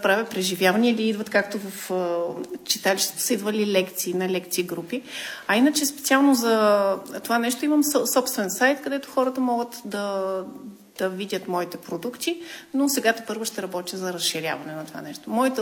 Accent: Plachkovtsi, Gabrovo Province, Bulgaria; като им казвам, че съм от Плачковци, и се оказва, че доста хора, те бяха и от региона, от Севлиево, от Габрово

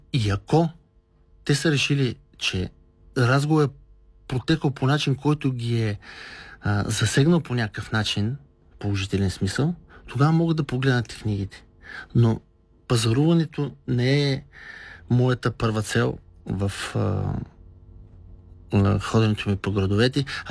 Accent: Lovech, Lovech Province, Bulgaria; Все пак идвам и от Лович.

